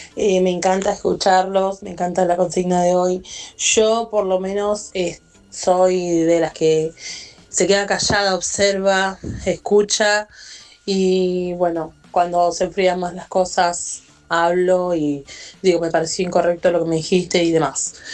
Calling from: Carmen de Patagones, Buenos Aires Province, Argentina; de Carmen de Patagones.

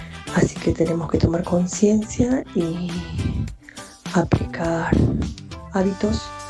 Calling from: José Mármol, Buenos Aires Province, Argentina; soy de José Mármol.

